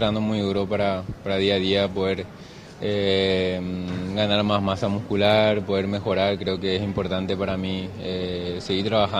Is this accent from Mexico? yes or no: no; Paraguay; moved away as an adult; now in Strasbourg, France; estar de vuelta en mi país